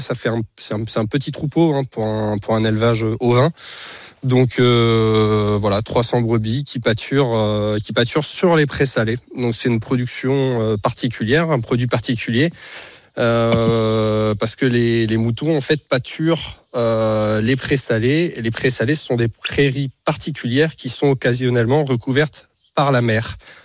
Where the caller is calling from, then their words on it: Normandy, France; notre belle région et notre belle baie.